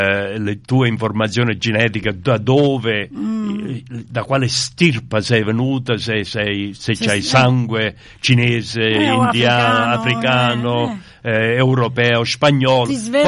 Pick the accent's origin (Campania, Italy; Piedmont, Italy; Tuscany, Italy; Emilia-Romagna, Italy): Campania, Italy; Torrecuso; born there; moved away; sono nato a Torregusa, 94% campano